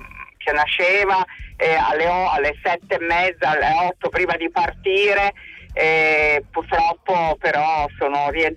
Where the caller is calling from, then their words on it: Bologna, Emilia-Romagna, Italy; io vivo a Bologna e sono di Bologna.